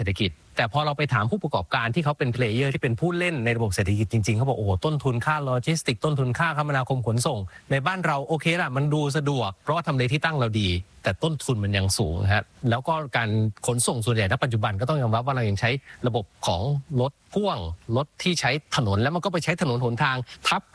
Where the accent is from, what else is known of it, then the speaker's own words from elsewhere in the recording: Songkhla, Thailand; เพราะว่าผมเนี่ยผมเป็นคนสงขลา